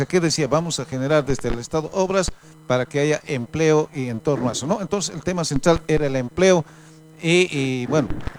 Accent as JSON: {"language": "Spanish", "town": "Llallagua", "region": "Potosí", "country": "Bolivia", "tie": "born or raised there", "moved": "yes", "said": "Allá en mi natal Yayagua"}